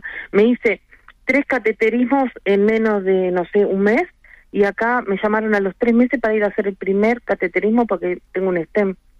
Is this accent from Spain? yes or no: no; Uruguay; Pues yo soy uruguaya, amo mi país.